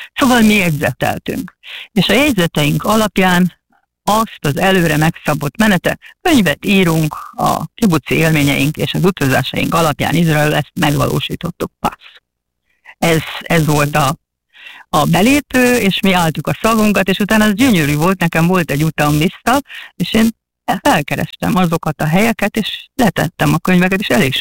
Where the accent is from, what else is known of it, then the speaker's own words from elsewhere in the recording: Hungary; de úgy kezdtük, hogy mi magyarok vagyunk, én újságíró, barátnő, és azért megyünk, mert szeretnénk élő eleven tapasztalatot szerezni